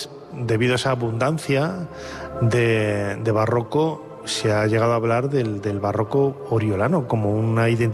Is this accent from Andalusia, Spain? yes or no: no; Valladolid, Castile and León, Spain; Es que yo crecí en Valladolid, lo conozco muy bien.